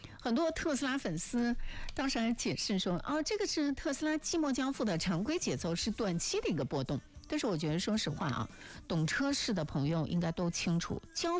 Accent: China

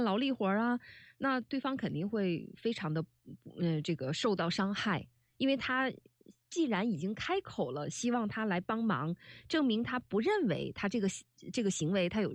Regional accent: China; 比如说我们中国人非常内敛含蓄

